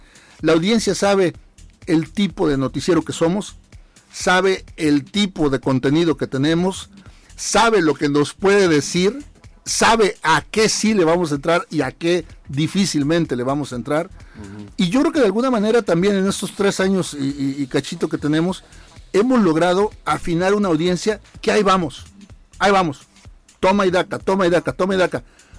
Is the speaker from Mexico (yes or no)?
yes; Mexico